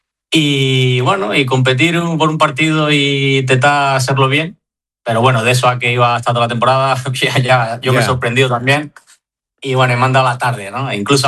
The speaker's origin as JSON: {"language": "Spanish", "area": "Arguineguín", "region": "Canary Islands", "country": "Spain", "tie": "born or raised there", "moved": "yes", "lives_now": "Madrid, Spain", "said": "estuve en verano en mi pueblo, en Arineí"}